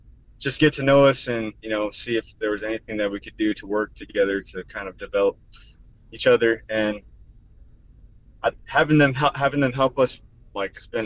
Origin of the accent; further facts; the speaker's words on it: Gila River, Arizona, United States; On our lands, you know, we come from Gila River and Thonathan Nation, and, you know, our story began where we come from.